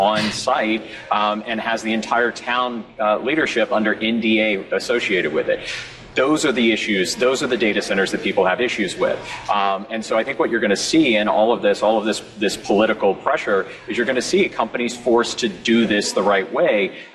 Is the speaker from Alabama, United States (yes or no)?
yes; Alabama, United States; There's a data center, Paul referenced, you know, my home state of Alabama.